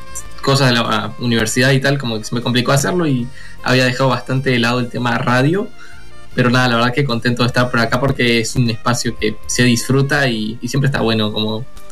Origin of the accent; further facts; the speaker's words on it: Uruguay; soy de Uruguay.